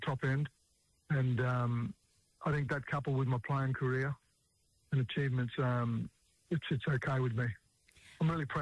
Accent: Northern Territory, Australia; But I was actually born and raised on Larrakia country in the Northern Territory. But that's where my grandmother originates from.

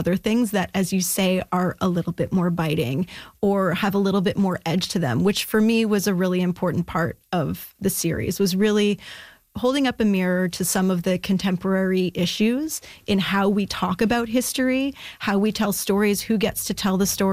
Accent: Ottawa, Ontario, Canada; I'm actually from Ottawa originally, but I did come when I visited friends and family in the city.

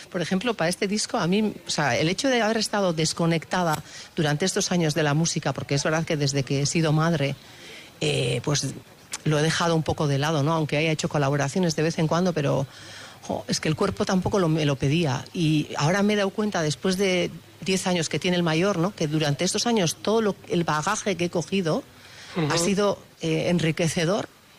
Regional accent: Basque Country, Spain; Yo creo que soy muy euskaldún, pero ¿cómo voy a renegar de mis raíces castellanas?

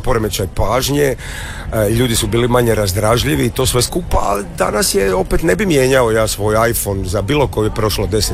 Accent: Split, Split-Dalmatia County, Croatia; now in Zagreb, Croatia; Kako svaki put bio ovdje dva dana ili dva mjeseca ili 20 dana, pošto sam otišao 95. dulje sam u Zagrebu nego što sam u Splitu.

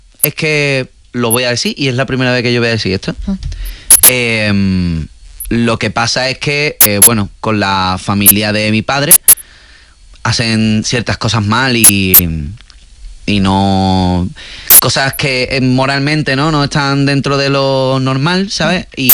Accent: Cádiz, Andalusia, Spain; born there; O sea, yo nací en Cádiz, pero me llevé hasta los 4 o 5 años.

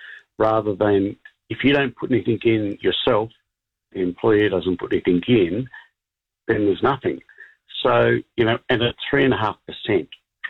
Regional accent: Australia; now in New Zealand; Yes. Hey, so I'm an Aussie living over here and loving it.

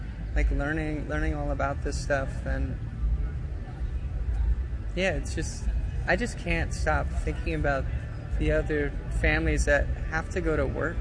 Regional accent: Alaska, United States; moved away; I grew up in Alaska.

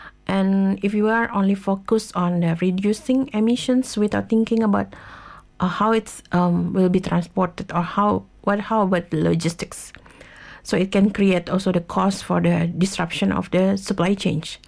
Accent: Indonesia; I'm from Indonesia, and Indonesia is made up of thousands of islands, 17,000 and more.

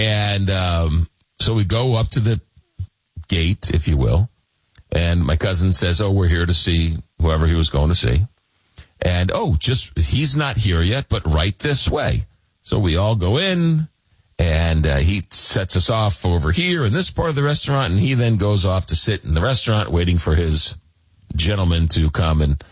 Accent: Long Island, New York, United States; growing up in Long Island, New York, as kids, we would always go to the Hamptons.

